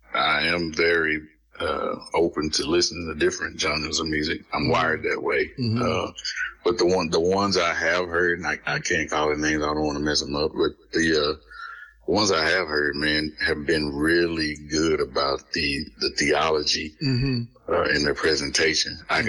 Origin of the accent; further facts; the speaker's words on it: Canyon, Texas, United States; there in my hometown, the university there, West Texas A&M University